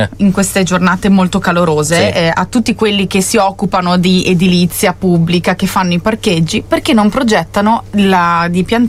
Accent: Cornuda, Veneto, Italy; now in Volpago del Montello, Italy; Io sono cresciuta a Cornuda.

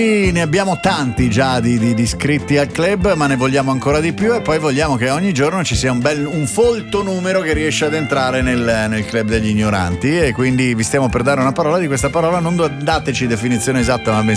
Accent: Veneto, Italy; essendo veneto

